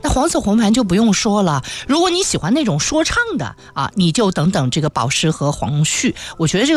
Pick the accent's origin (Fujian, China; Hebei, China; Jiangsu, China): Jiangsu, China; Nantong; 我的家乡南通